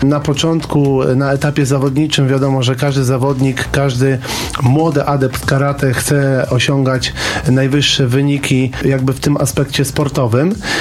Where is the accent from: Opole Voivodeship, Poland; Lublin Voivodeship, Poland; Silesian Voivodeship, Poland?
Lublin Voivodeship, Poland; Zamość; zapisać mnie do klubu karate w Zamościu, ponieważ jestem z Zamościa